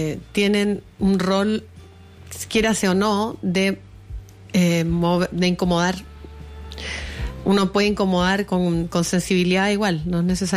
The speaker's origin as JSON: {"language": "Spanish", "country": "Chile"}